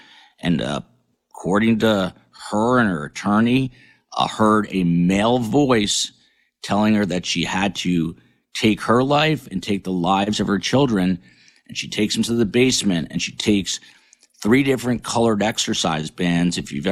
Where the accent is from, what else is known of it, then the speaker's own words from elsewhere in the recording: New Jersey, United States; 70s, and I grew up in New Jersey, and I remember my parents taking me into Manhattan through the Lincoln Tunnel